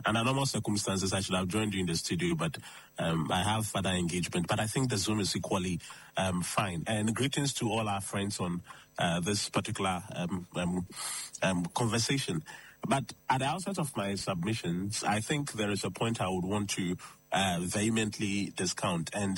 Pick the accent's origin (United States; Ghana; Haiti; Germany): Ghana; I grew up in Ghana, spent all my days in Ghana.